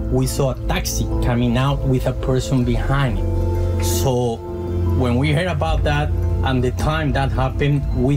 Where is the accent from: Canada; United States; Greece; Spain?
Spain; English is a second language; moved away as an adult; I was coming from Spain, I'm from Spain.